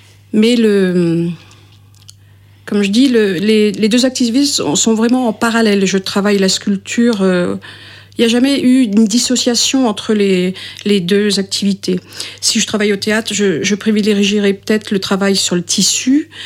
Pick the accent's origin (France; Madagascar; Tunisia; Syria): France; Brest, Brittany; born there; Je suis bretonne, je suis née à Brest et je suis partie travailler à Paris parce que il y avait un peu plus